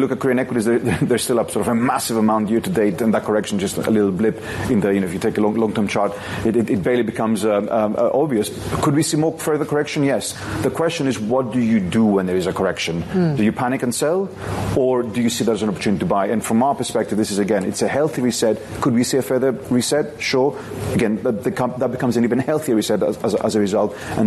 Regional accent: Greece; moved away; my home country, Greece

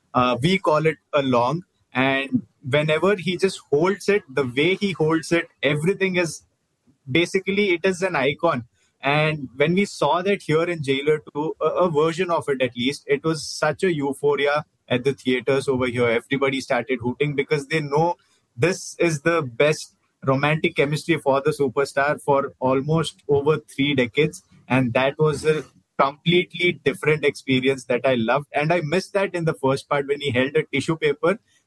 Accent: Karnataka, India; I'm from Karnataka and he is a big Kannada superstar.

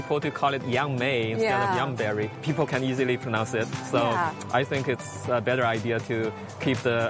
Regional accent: Zhejiang, China; English is a second language; now in Fremont, United States; I came from Zhejiang province, which is the number one yangmei producing province in China. As a child, my mom introduced me to this wonderful fruit, and I loved it. And I came here, and I forgot about it.

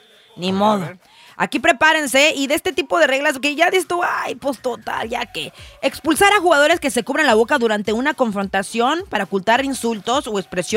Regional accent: Mexico; nosotros como mexicanos.

